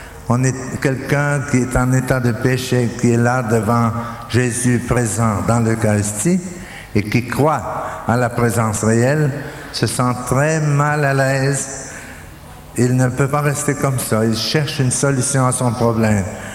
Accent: Dominican Republic; Chez nous, en République dominicaine, nous avons une communauté charismatique

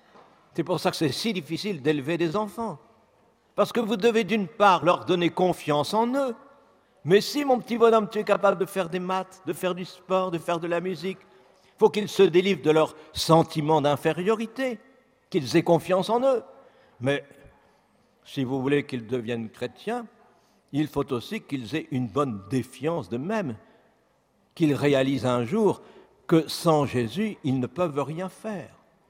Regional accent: Cambrai, Hauts-de-France, France; born there; Je suis né, j'habite à Cambrai, célèbre pour ses bêtises

